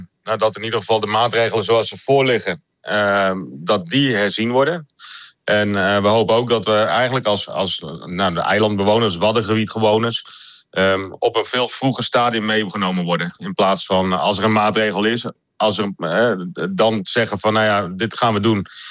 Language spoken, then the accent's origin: Dutch; Vlieland, Friesland, Netherlands; ik kom van Vlieland.